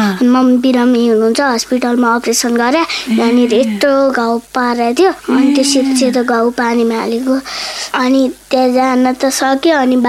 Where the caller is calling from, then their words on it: Surkhet, Karnali Province, Nepal; हाम्रो घर चाहिँ सुर्खेत हो